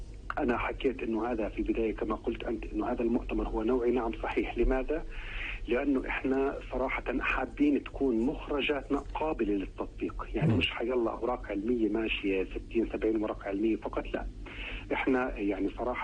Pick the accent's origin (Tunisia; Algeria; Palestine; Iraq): Palestine; احنا لدينا في فلسطين هون